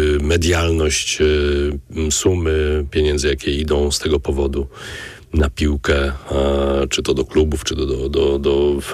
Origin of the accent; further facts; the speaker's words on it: Warsaw, Masovian Voivodeship, Poland; Ja wychowywałem się na Targówku przez parę lat jeszcze nie było boisk, więc graliśmy gdzie tylkokolwiek się dało, dopóki było widać piłkę.